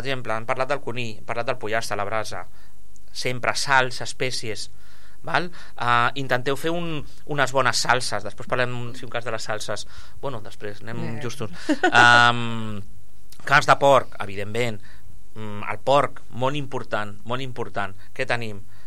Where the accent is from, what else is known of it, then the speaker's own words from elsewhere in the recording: Catalonia, Spain; som catalans, som de porc, hem vingut néixer amb els porcs a sota casa